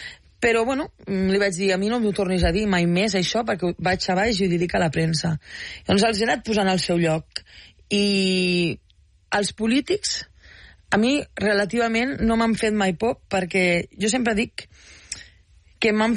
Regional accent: Tarragona, Catalonia, Spain; jo sóc com tu, de Tarragona

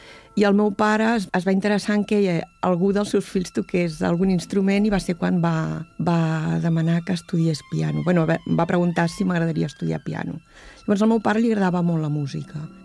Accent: Malgrat de Mar, Catalonia, Spain; El meu avi va fer la primera impremta a Malgrat, al poble d'on soc

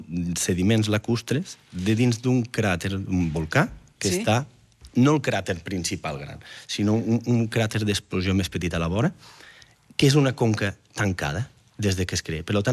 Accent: Batea, Catalonia, Spain; Jo de Batea, que som de secà, que no hi ha volcans, però sí.

